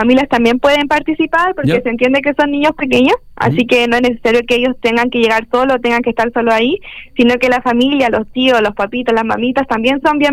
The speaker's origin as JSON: {"language": "Spanish", "region": "Valparaíso", "country": "Chile", "said": "nuestra identidad como porteños"}